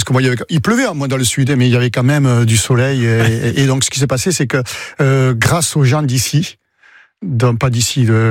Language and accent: French; Mazamet, Occitanie, France; moved away as an adult; also born or lived in Toulouse; Alors, donc je suis né dans le Tarn, à Mazamé exactement. C'est dans les Pyrénées. Et voilà, donc je suis né là-bas. Je suis resté jusqu'à l'âge de 20 ans.